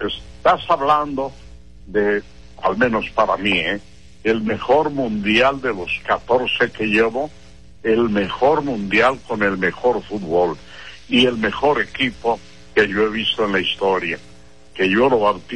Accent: Zamora, Michoacán, Mexico; moved away; Yo residía en mi tierra natal, Zamora, Michoacán

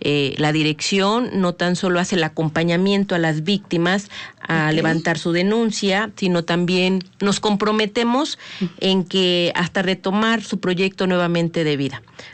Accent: Puebla, Mexico

